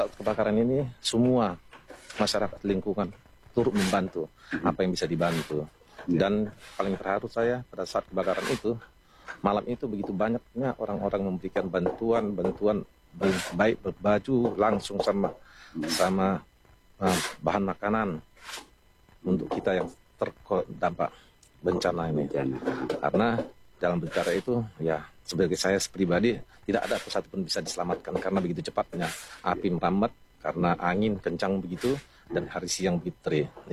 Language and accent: Indonesian; Lhokseumawe, Aceh, Indonesia; also born or lived in Medan; Karena selain saya lahir di Medan, di Tapanuli, tapi saya besar di Aceh ini, khususnya di Kota Loksmawe.